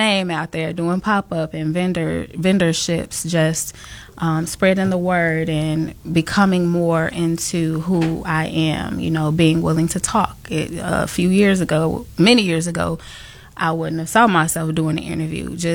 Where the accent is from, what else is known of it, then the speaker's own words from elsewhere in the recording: Chicago, Illinois, United States; So I am from Chicago.